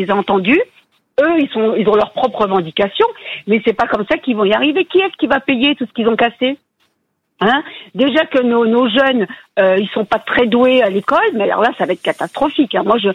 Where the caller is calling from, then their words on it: Île-de-France, France; Volpénil, en Seine-et-Marne.